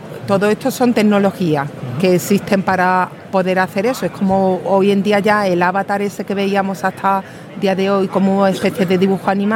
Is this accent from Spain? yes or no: yes; Málaga, Andalusia, Spain; accent: Málaga; no sé si se notará por el acento que soy de Málaga.